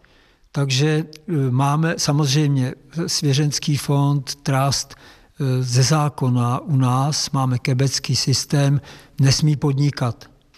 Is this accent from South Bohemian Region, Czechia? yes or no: no; Liberec, Liberec Region, Czechia; born or raised there